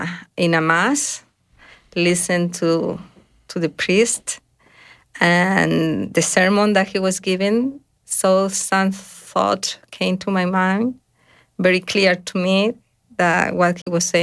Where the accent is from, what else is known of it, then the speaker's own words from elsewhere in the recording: Uruguay; I was raised in Uruguay, and when I was raised in the Catholic belief with a strong faith in Jesus Christ and Heavenly Father.